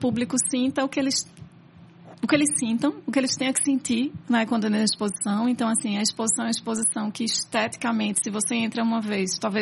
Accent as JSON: {"language": "Portuguese", "region": "Northeast Region", "country": "Brazil", "also_born_or_lived": "São Paulo", "said": "Orgulho de ser nordestina"}